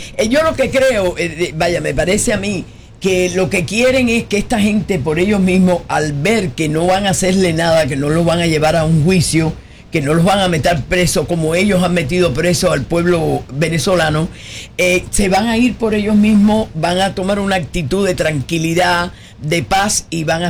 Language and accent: Spanish; Cuba; no soy venezolana, soy cubana